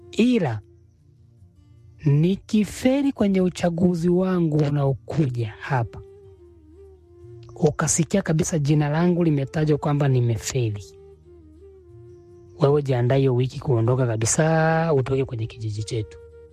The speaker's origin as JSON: {"language": "Swahili", "town": "Sumbawanga", "region": "Rukwa", "country": "Tanzania", "said": "Sio wamesikia kwa mimi nimetokea Sumbawanga."}